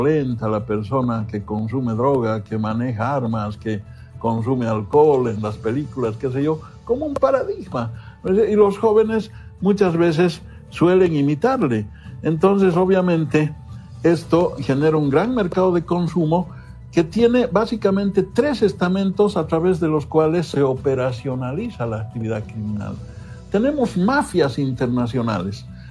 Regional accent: Bolivia

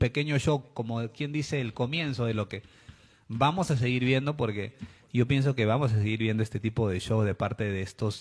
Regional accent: Peru

